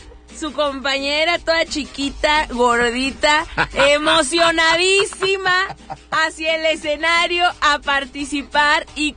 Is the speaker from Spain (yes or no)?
no; Monterrey, Nuevo León, Mexico; also born or lived in Tamaulipas; Yo soy norteña.